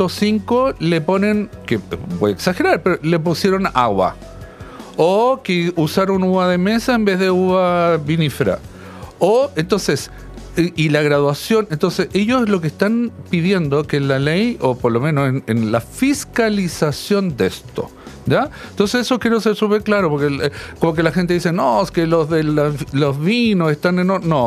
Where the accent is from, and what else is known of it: Chile